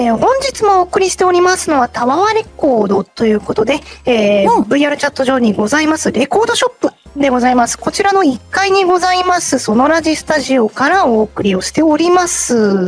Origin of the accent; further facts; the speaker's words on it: Fukuoka, Japan; 私、福岡県民、いつか呼んだろうと思っておりましたんで。